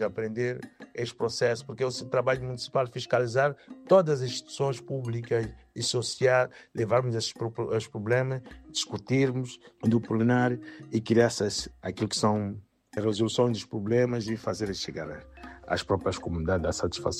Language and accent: Portuguese; Mozambique; moved away; nós somos moçambicanos e aqui, onde também estou integrado nisto aqui